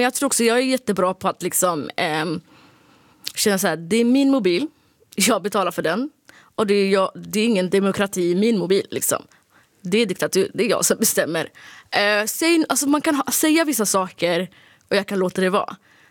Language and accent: Swedish; Sweden; born there; now in Stockholm, Sweden; det var en krock för mig när jag kom till Sverige när jag var yngre